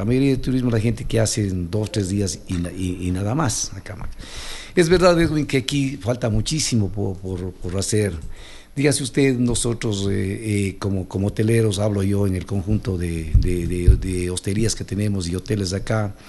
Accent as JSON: {"language": "Spanish", "town": "Cuenca", "region": "Azuay", "country": "Ecuador", "moved": "yes", "lives_now": "Macas, Ecuador", "said": "hablemos de mi tierra, de Cuenca."}